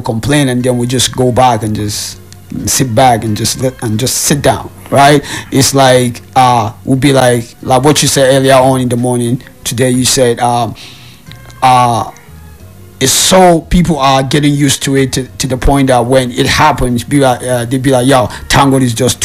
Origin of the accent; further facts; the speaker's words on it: Nigeria; being a Nigerian